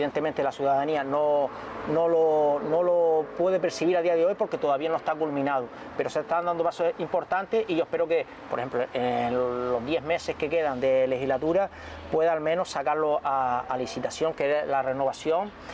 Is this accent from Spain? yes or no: yes; Tuineje, Canary Islands, Spain; es la plaza de mi pueblo, esta, donde uno ha jugado desde niño, donde te vio nacer, crecer. Y bueno, aparte de ser el casco histórico del municipio de Twineje